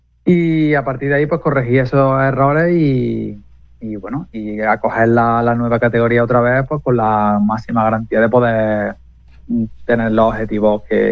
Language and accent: Spanish; Lucena, Andalusia, Spain; yo soy de aquí de Lucena